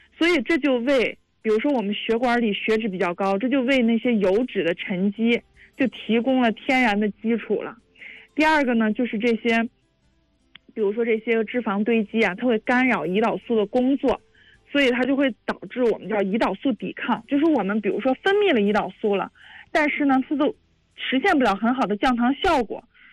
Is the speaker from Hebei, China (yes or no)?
yes; Hebei, China; 对于咱们河北人来说